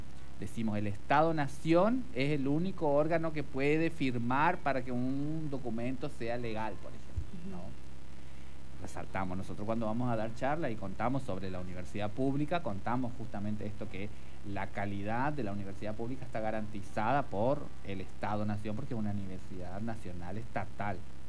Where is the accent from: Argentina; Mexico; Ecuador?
Argentina; siendo también argentinos